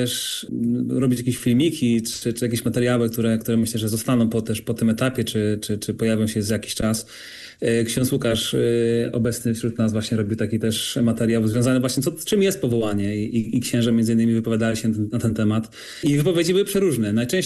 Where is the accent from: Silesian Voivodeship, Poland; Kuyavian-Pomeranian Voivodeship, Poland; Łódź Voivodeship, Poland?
Kuyavian-Pomeranian Voivodeship, Poland; now in Germany; pochodzę z diecezji bydgoskiej. Na co dzień od 8 lat pracuję w duszpasterstwie polonijnym w Niemczech.